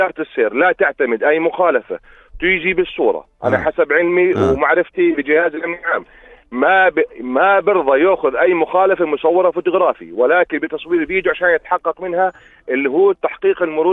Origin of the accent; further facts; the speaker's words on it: Jordan; احنا اردنيين